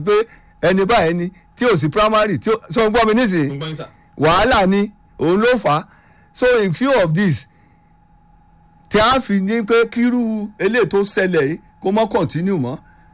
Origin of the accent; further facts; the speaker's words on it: Ekiti, Nigeria; Èkìtì ni mí. Àdẹ̀ tí ì ṣerí. Ó dùn mọ́ mi inú.